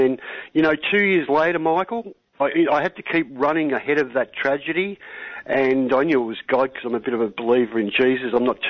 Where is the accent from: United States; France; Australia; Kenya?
Australia; I come from a tough, you know, we come from the Australians, mate.